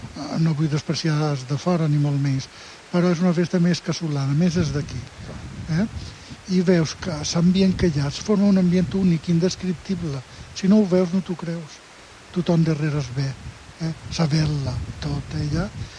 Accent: Mahón, Balearic Islands, Spain; jo som de Mor

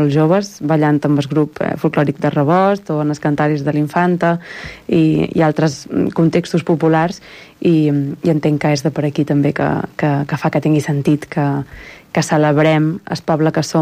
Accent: Balearic Islands, Spain

